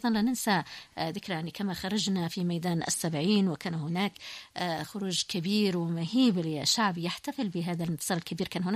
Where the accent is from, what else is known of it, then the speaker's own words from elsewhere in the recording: Yemen; ومليئة بالمفاجآت السارة لنا نحن كشعب يمني